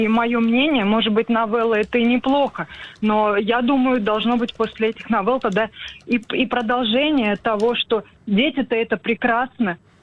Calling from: Kamyshin, Volgograd Oblast, Russia; я из города Камышино.

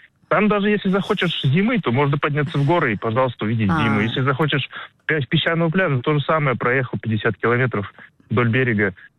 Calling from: Ufa, Bashkortostan, Russia; я из Уфы, из Башкирии.

